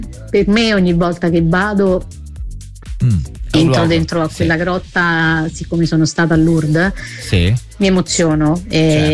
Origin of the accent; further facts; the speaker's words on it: Trentino-Alto Adige, Italy; a parte il paese, sapete, insomma, dove sono cresciuta, in Alto Adige